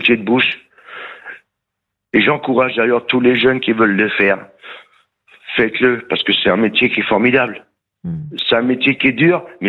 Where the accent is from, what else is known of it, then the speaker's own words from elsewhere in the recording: Pays de la Loire, France; Donc, transport en hélicoptère à un hôpital spécialisé, bon, je suis de Loire-Atlantique, spécialisé.